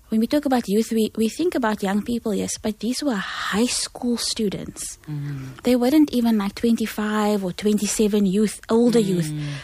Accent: South Africa; as specifically as South African Muslim people in this community, we realize that there is so much commonality, and that instead of it being two separate things, like I'm South African and I'm Muslim

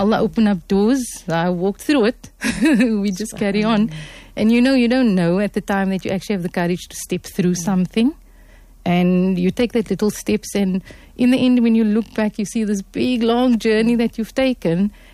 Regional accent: Cape Town, Western Cape, South Africa; You know, we come from Cape Town, and when I grew up and how I grew up wasn't, we were exposed to Arabic.

